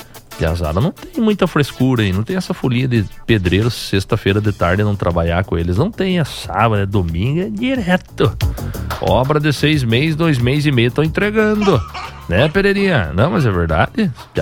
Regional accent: Brazil; sou brasileiro.

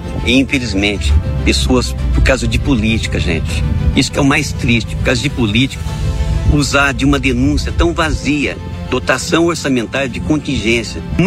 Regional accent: Ipaussu, São Paulo, Brazil; Eu nasci, cresci e vou morrer em Ipaussu.

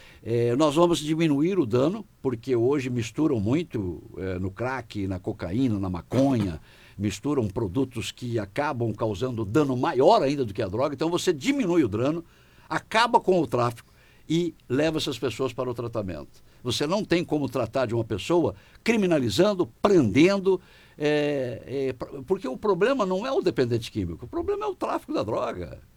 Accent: Maringá, Paraná, Brazil; born there; trabalha em Maringá, onde eu nasci, sou maringaense, né?

